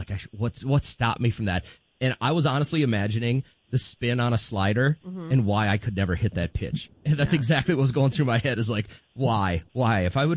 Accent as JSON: {"language": "English", "region": "Midwest", "country": "United States", "said": "I'm from the Midwest, and I can't get myself to call it pop."}